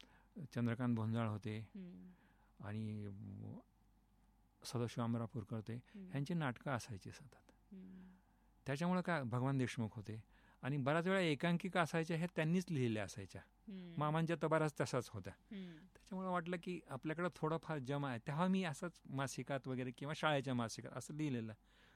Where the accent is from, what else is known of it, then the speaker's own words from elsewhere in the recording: Beed, Maharashtra, India; born there; moved away; also born or lived in Ahmednagar (Ahilyanagar), Maharashtra; मराठवाडा तसा शांत, थोडा मागास जरी असला तरी माझं लहानपण तिथे गेल्यामुळे मला तो कधीच मागास वाटला नाही. पण ठीक होतं, डोंगर दऱ्या आहेत, पावसाळा चांगला निसर्ग असायचा, माणसं साधी भोळी, बरं वाटायचं, चांगलं गेलं लहानपण माझं तसं.